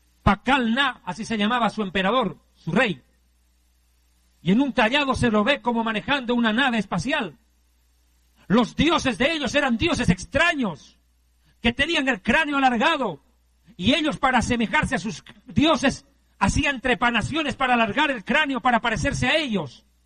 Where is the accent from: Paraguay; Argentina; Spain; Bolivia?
Bolivia; now in Mexico; ¿Quién puede entender lo que en mi país, Bolivia, tenemos?